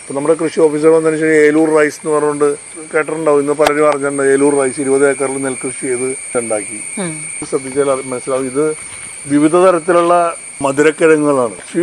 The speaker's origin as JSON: {"language": "Malayalam", "region": "Kerala", "country": "India", "tie": "born or raised there", "said": "ഇവിടെ ജനിച്ചു വളർന്നൊരു നാടായതുകൊണ്ട്"}